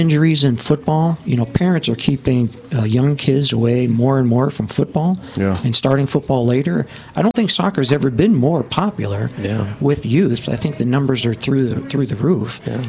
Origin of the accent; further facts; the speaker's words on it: Ohio, United States; growing up in Northeast Ohio, I don't even think my high school didn't even have a soccer team back when I was in high school.